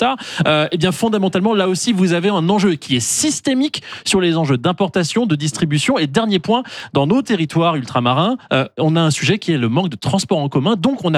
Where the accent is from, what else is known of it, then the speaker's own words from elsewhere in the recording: Guadeloupe, France; je suis content que vous parliez des Outre-mer en tant que Guadeloupéen